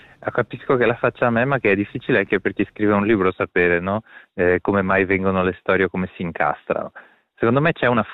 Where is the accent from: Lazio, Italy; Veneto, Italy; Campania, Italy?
Veneto, Italy; Venice; da veneziano conosco Murano forse un po' meglio di chi sta fuori Venezia. Andavo a scuola con magari degli eredi di famiglie muranesi